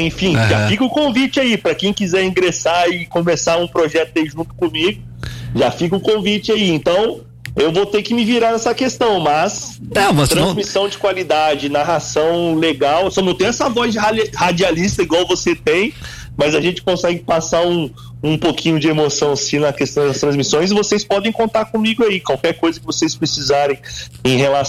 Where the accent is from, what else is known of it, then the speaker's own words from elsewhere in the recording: Brazil; sou brasileiro, desisto nunca, acredito sempre.